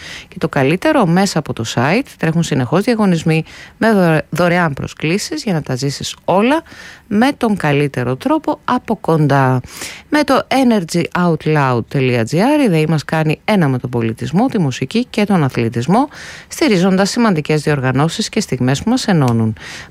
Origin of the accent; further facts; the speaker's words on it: Central Macedonia, Greece; moved away; όποτε βρίσκομαι στην πατρίδα μου πάνω, στη Χαλκιδική